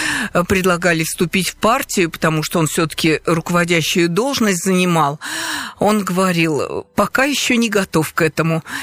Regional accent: Nizhny Novgorod Oblast, Russia; born there; also born or lived in Dzerzhinsk; мы уже приехали из Дзержинска и жили в сельской местности. Я училась в Филинской, в обычной школе

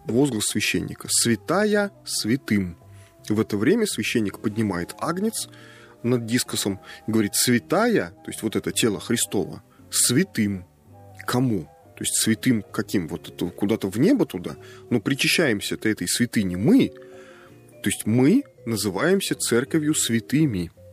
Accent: Nizhny Novgorod, Nizhny Novgorod Oblast, Russia; я же нижегородец, я же тоже, я член церкви Нижегородской земли.

